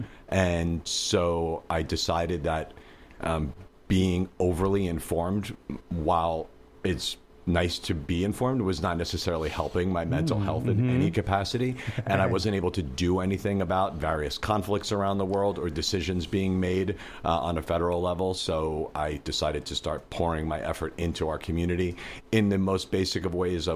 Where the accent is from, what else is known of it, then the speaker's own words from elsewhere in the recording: East Coast, United States; moved away as an adult; also born or lived in Brooklyn; now in Ashland, United States; So we were living in Brooklyn. I grew up on the East Coast